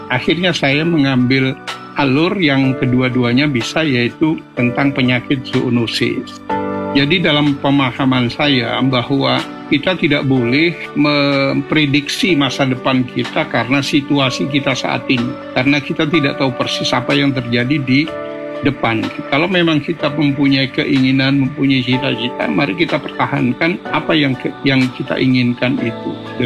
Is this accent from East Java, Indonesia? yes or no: yes; Pasuruan, East Java, Indonesia